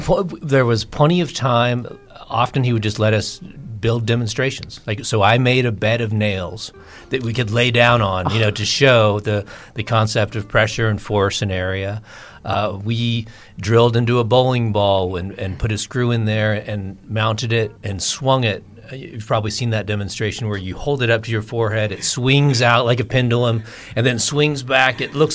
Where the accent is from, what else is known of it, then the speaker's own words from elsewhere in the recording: Olathe, Kansas, United States; I grew up outside of Kansas City in a suburb, so Olathe South High School.